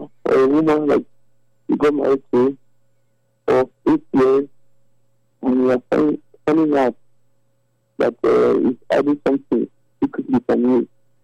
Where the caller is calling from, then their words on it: Benin; I'm calling from Benin.